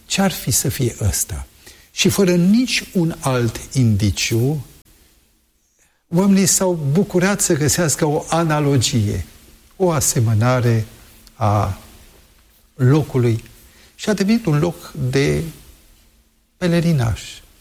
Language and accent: Romanian; Sibiu, Sibiu County, Romania; moved away; also born or lived in Brașov; Am și o amintiri vis-a-vis de locul unde am copilărit. Eu mă simt foarte sibian, deși m-am născut la Brașov și la 2 ani jumate, 3 ne-am mutat în Sibiu, dar acolo am descoperit viața